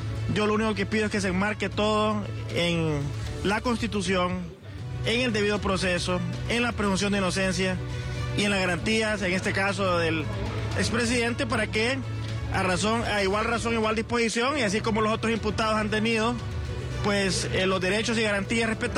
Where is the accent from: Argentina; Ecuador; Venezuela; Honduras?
Honduras